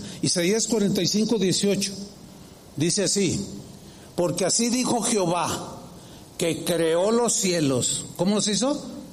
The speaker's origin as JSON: {"language": "Spanish", "region": "San Luis Potosí", "country": "Mexico", "tie": "born there", "moved": "yes", "said": "en San Luis Potosí, donde yo nací. Pues no estoy allá."}